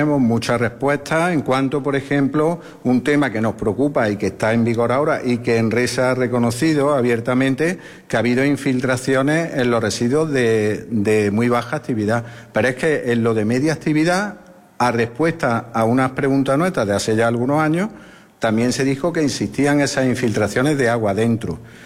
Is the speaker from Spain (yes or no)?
yes; Hornachuelos, Andalusia, Spain; mi pueblo, en Hornachuelos